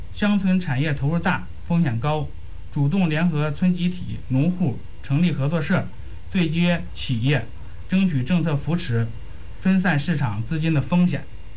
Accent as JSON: {"language": "Chinese", "area": "Chengde", "region": "Hebei", "country": "China", "tie": "born or raised there", "said": "我是土生土长的本地人，亲眼见证过过去村子的贫穷落后"}